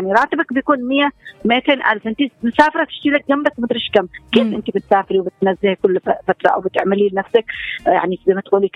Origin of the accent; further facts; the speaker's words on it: Aden, Yemen; يعني زي ما ذكر الأخ أحمد إنه عندنا في عدن بحر